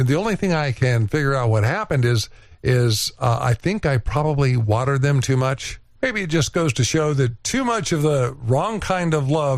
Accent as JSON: {"language": "English", "country": "United States", "said": "I'm still an American."}